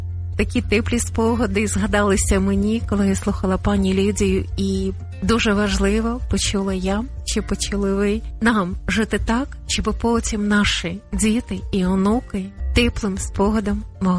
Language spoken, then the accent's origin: Ukrainian; Kyiv, Ukraine; У нас немає нашого села. Батьки, їхні батьки всі жили в Києві. Ми кияни вже.